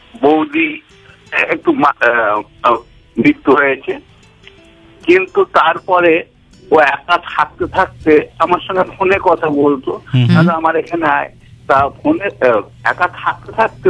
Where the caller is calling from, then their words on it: Sheoraphuli, West Bengal, India; আমি শ্যাওলাপুরি থেকে